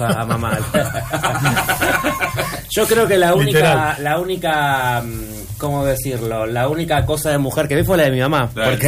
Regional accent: Buenos Aires, Argentina; nosotros somos de Buenos Aires, somos como más avasallante

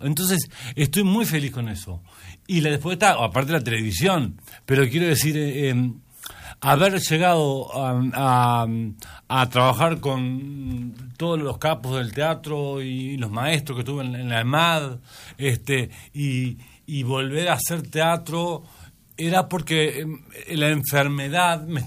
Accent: Colonia del Sacramento, Colonia, Uruguay; born there; also born or lived in Tararira; now in Montevideo, Uruguay; yo nací en el Hospital Público de Colonia del Sacramento.

